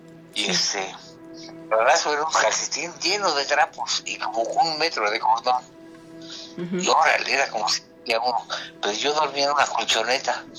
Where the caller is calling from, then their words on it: Mexico City, Mexico; De Xochimilco.